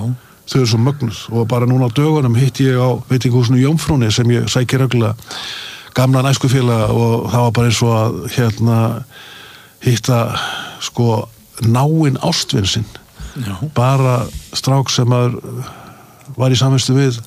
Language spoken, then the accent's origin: Icelandic; Akureyri, Northeastern Region, Iceland; En sko að alast upp á Akureyri þessum tíma í öllum þessum snjóalögum var alveg gríðalegt ævintýri.